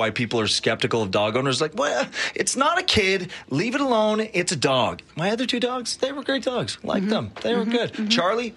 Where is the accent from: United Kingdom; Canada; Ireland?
Canada; Quebec; moved away; I grew up in Quebec. I lived through a referendum in 1995.